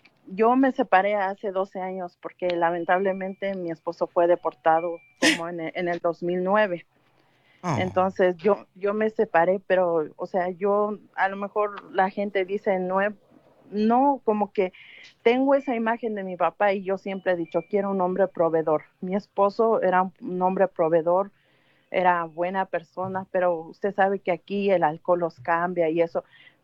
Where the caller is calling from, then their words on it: Denver, Colorado, United States; yo le hablo de Denver, Colorado.